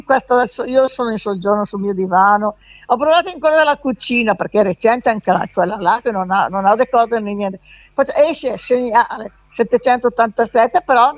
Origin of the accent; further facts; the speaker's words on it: Capo di Ponte, Lombardy, Italy; È più basso il mio paese di Cemoli, in provincia di Brescia, capo di ponti, i comuni.